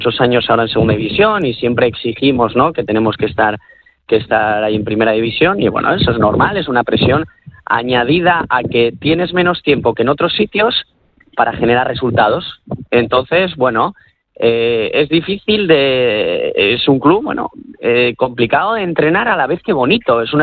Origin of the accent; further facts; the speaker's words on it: Gijón, Asturias, Spain; Y muchos de los que somos de Gijón opinamos lo mismo que te acabo de decir yo